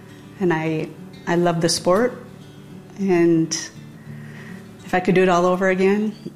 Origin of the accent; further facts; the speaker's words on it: Milroy, Minnesota, United States; Growing up in Milroy